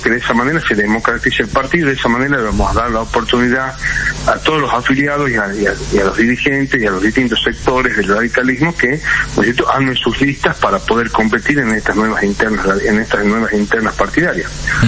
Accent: Rosario de la Frontera, Salta, Argentina

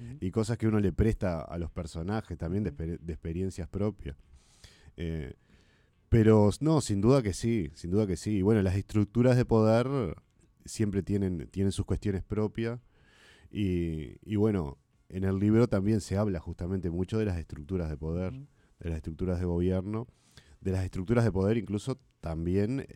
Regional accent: Rocha, Uruguay; also born or lived in La Paloma; now in Balizas, Uruguay; Soy oriundo de Rocha.

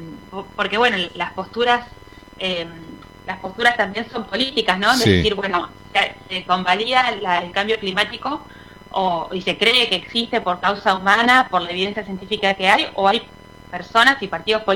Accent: Tierra del Fuego, Argentina; Además, nuestra provincia obviamente tiene un clima subantártico, pero hay muchas formas de producir alimentos

